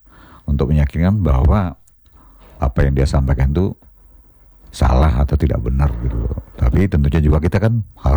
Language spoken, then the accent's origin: Indonesian; Sumatra, Indonesia; moved away; Saya orang Sumatera, istri saya orang Sumatera.